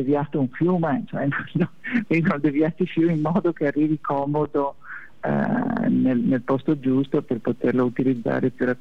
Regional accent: Belluno, Veneto, Italy; now in Asiago, Italy; come veneta, come persona che in realtà sono bellunese, quindi per me sono stato trapiantato ad Asiago

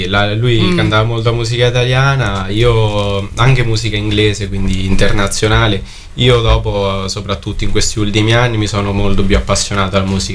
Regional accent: Treia, Marche, Italy; Io di Treia

